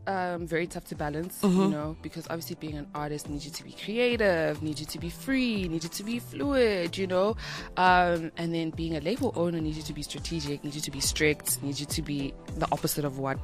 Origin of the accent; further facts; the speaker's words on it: South Africa; I mean, I'm from South Africa, guys. This is the dance capital